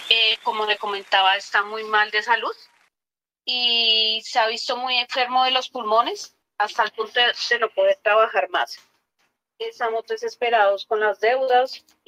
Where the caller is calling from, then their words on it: Bogotá, Colombia; Bogotá, del barrio Carvajal